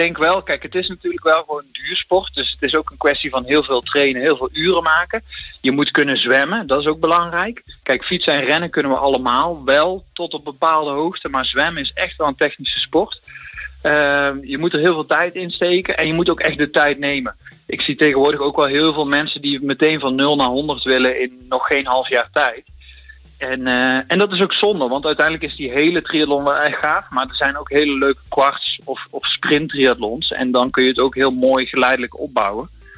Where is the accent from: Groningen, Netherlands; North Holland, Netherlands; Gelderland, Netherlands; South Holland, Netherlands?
Gelderland, Netherlands; Arnhem; ik kom zelf uit Arnhem en ik heb zelf in de bush in Arnhem mogen trainen.